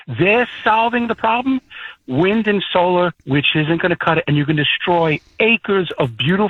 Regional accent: New York City, New York, United States; now in Westchester, United States; Restaurant Row, I was born and raised on it, 365 West 46th.

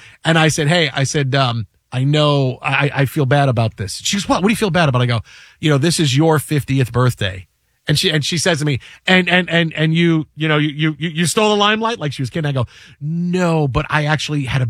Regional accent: Staten Island, New York, United States; I said, oh, Staten Island.

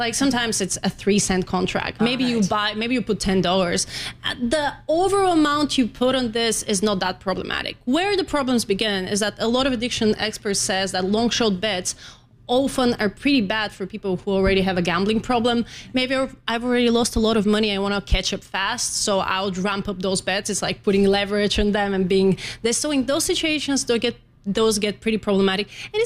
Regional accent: Bulgaria; moved away; I'm from Bulgaria

